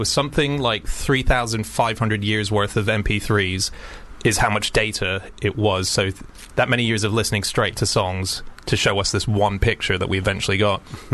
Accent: Australia; Well, I'm an Aussie

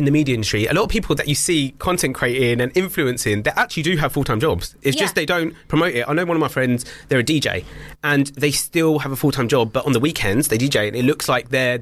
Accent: United Kingdom; born there; So I'm of Sikh faith and Punjabi culture, but born here in Britain.

